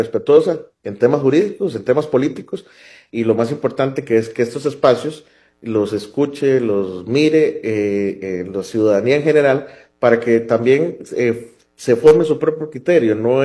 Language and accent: Spanish; Costa Rica